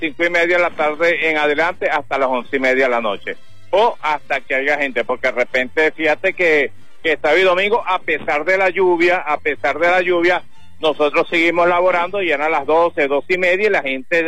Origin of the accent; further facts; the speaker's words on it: Venezuela; Y aquí en Venezuela, recuerda que nosotros somos venezolanos. Hemos salido a otros países, pero Venezuela es nuestro país. Siempre estaremos aquí en Venezuela.